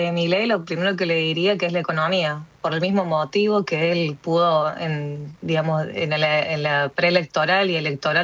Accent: Córdoba, Argentina; soy cordobesa

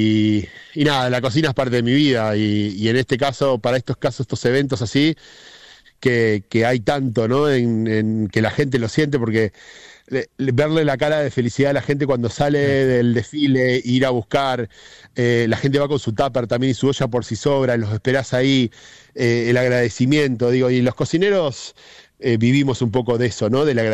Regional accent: Azul, Buenos Aires Province, Argentina; moved away as an adult; also born or lived in Rosario; now in Ushuaia, Argentina; yo soy de Azul, provincia de Buenos Aires, y nada, me crié en el campo y bueno, a los 18 me fui a Buenos Aires a formar en gastronomía

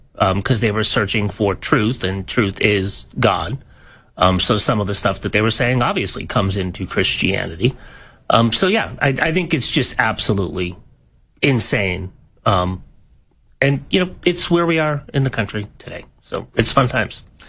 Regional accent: New England, United States; I grew up in New England, right?

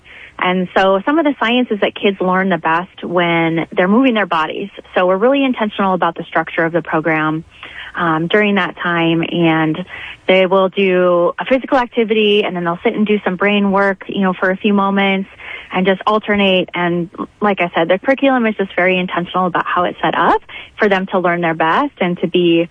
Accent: Midwest, United States; also born or lived in Arizona, United States; now in Sioux Falls, United States; So my family moved up from Arizona. I'm originally from the Midwest, but have been living in the desert for about 15 years now.

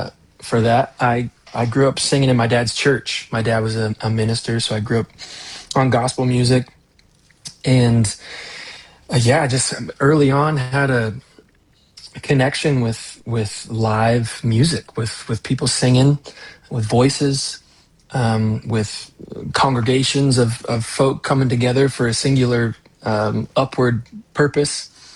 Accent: Washington, United States; I grew up snowboarding. I'm from Eastern Washington State. The little town I was raised in is kind of at the base of a little community ski hill.

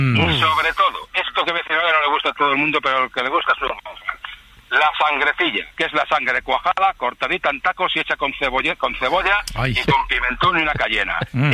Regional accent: Valladolid, Castile and León, Spain

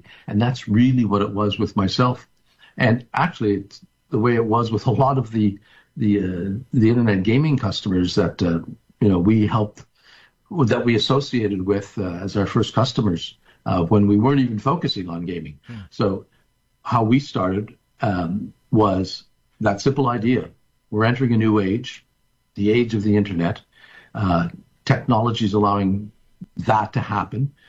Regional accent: Quebec, Canada; also born or lived in Plattsburgh, New York, United States; I'm from Southern Quebec, but I grew up, I was born just across the border in Plattsburgh, New York, so I had both citizenships.

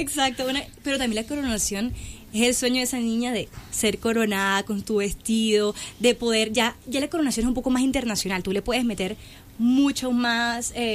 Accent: Barranquilla, Atlántico, Colombia; la barranquillera, de verdad, uno aprende primero a bailar.

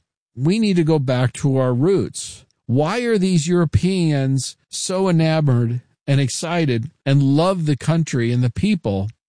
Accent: United States; born there; I'm first-generation American. … I was born here in the United States. My dad escaped from Hungary in 1956.

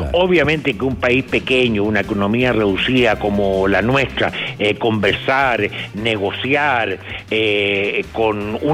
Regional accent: Chile; mi aspiración como chileno es que obviamente ese tratado se respete y se cumpla

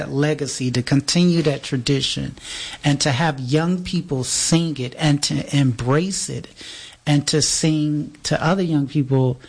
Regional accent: Chicago, Illinois, United States; now in Kalamazoo, United States; Chicago, my hometown.

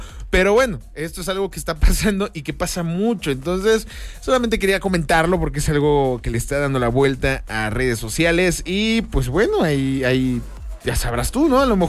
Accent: Mexico

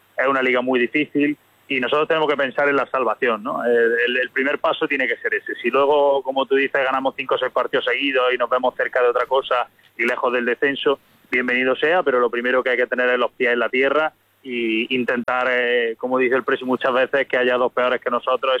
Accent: Granada, Andalusia, Spain; Yo soy de Granada, yo soy granadino.

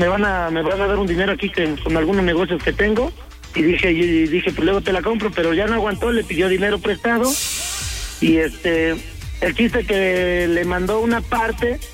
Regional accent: Acatlán de Osorio, Puebla, Mexico; born or raised there

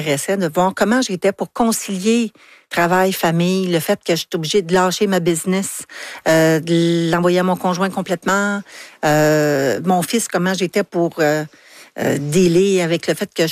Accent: Anjou, Quebec, Canada; C'était chez nous, mon patelin, les gens que je connaissais, les organismes que je connaissais, que je savais que je pouvais faire une différence. J'ai dit oui parce que c'était chez nous.

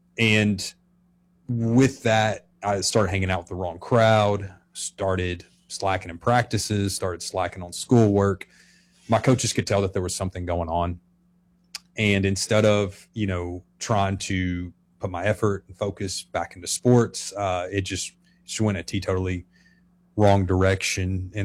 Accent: Arkansas, United States; I grew up here in Central Arkansas. Kind of my backstory. I was raised in church

